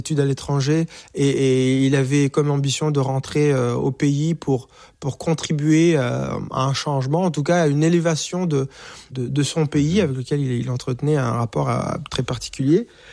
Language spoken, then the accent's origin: French; Rwanda; on me disait « Tu viens d'où ?» Ben, je suis d'origine rwandaise.